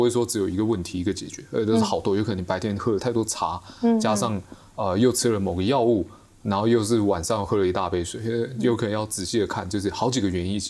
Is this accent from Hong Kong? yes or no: no; Taiwan